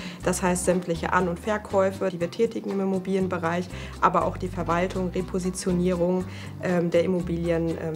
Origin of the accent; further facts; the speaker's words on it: Frankfurt am Main, Hesse, Germany; Ich bin gebürtige Frankfurterin und daher auch tatsächlich hier sehr tief verwurzelt.